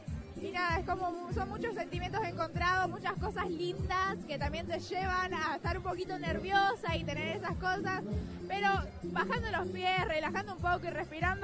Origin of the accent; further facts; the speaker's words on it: Argentina; ahora estoy como Miss Latina Argentina. Voy a estar este domingo, me voy para Punta Cana a representar el país internacionalmente, competir con otros países en el certamen Miss América Latina del Mundo 2026. Estoy muy contenta, muy feliz, quiero darlo todo por mi país, por mi gente.